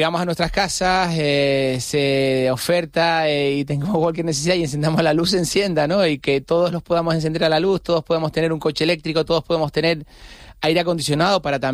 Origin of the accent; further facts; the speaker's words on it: La Palma, Canary Islands, Spain; en La Palma, mi isla